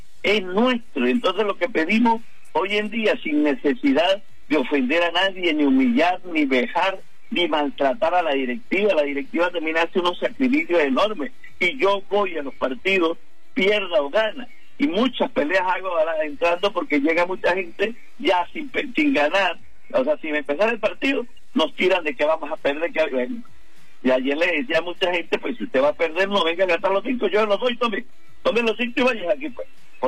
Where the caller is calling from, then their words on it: El Vigía, Mérida, Venezuela